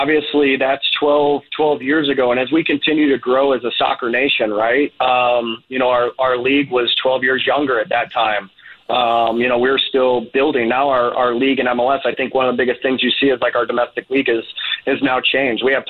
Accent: United States

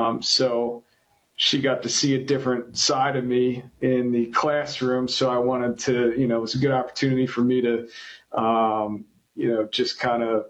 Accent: Wilmington, Delaware, United States; Yeah, from Wilmington, Delaware. I have two brothers and a sister. I am the second oldest.

